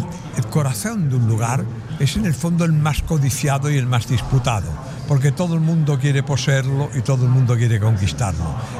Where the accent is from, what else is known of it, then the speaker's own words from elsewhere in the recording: Spain; Yo soy español